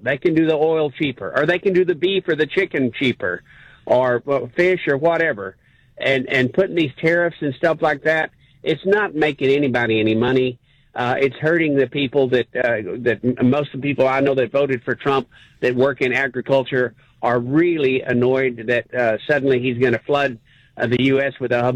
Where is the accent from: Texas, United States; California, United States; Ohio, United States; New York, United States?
Texas, United States; I love my time in South Carolina as a Texan. I can tell y'all people up there need to learn how to cook barbecue better.